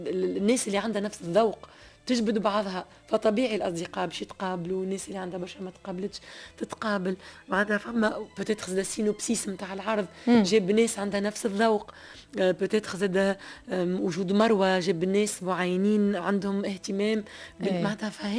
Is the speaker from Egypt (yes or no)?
no; Tunisia